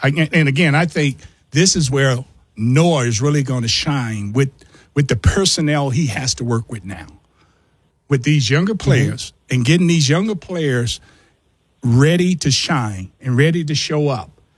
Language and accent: English; Virginia, United States; Growing up in Virginia, I never been to West Virginia.